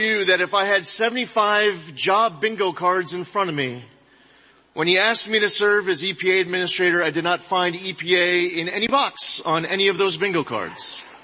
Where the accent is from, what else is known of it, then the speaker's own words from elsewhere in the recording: United States; I'm an American first. I'm a proud Jew.